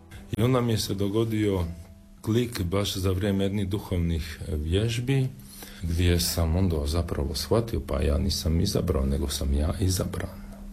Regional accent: Sinj, Split-Dalmatia County, Croatia; born there; Rođen sam u Sinju s prebivalištem u mjestu Karakašica, to je ovdje 3 km dalje.

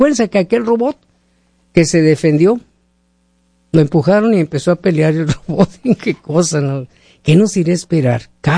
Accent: Mexico; moved away; Yo soy de México, y yo empecé en la música cuando tenía 13, 14 años ya, ¿no? ¿Y qué crees? No sabíamos nada de inglés

